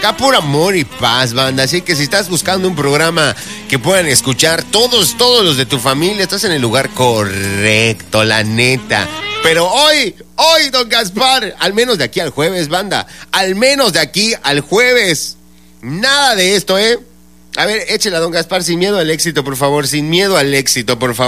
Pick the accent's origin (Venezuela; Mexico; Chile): Mexico; born there; now in Mérida, Mexico; Qué bonito que nacimos en México, ¿verdad?